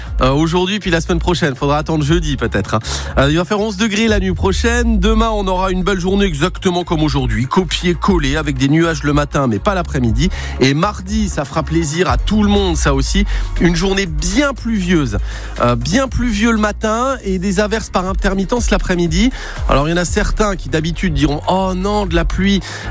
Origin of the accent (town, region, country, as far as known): Grand Est, France